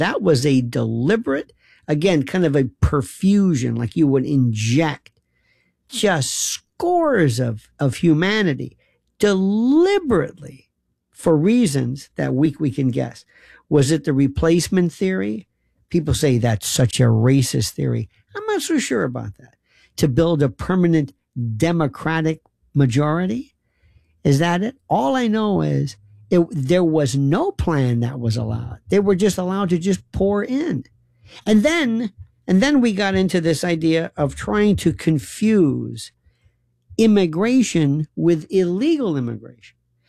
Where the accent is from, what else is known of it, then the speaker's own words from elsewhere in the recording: Florida, United States; and I'm originally from Florida, where we had Cubans and the Mariel boat lift in the 80s.